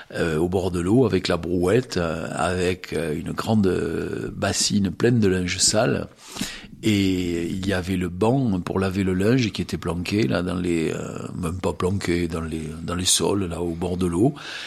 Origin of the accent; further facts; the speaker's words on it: Montvalent, Occitanie, France; accent: rocailleux; je suis né ici, je suis né à Montvalent, ma mère était institutrice